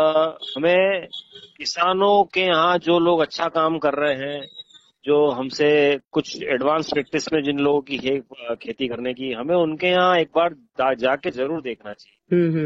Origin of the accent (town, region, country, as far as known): Madhya Pradesh, India